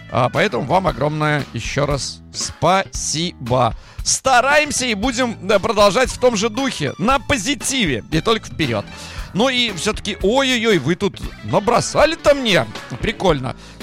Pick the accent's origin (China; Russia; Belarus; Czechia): Belarus; accent: Belarusian; несмотря на свой белорусский говор где-то и акцент.